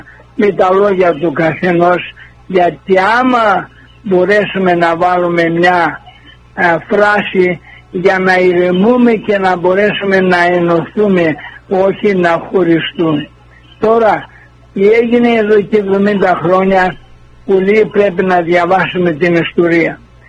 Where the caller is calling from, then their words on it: North Carolina, United States; Εδώ Βόρειο Καρολίνα